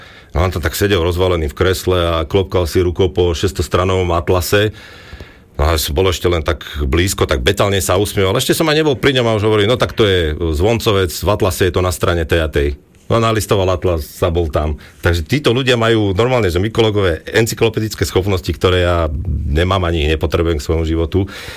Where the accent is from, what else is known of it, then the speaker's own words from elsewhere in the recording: Považská Bystrica, Trenčín Region, Slovakia; keďže som z Považskej Bystrice